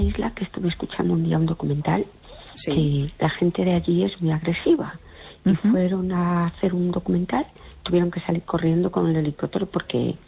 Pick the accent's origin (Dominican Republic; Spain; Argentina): Spain; Fene, Galicia